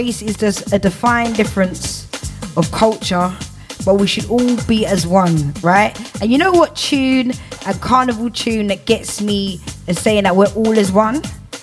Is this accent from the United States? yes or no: no; United Kingdom; born there; I was born in this country.